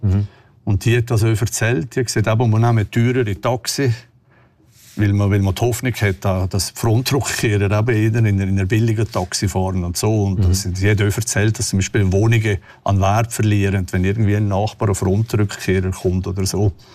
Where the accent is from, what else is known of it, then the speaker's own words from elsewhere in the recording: Switzerland; ich bin jetzt aus der Schweiz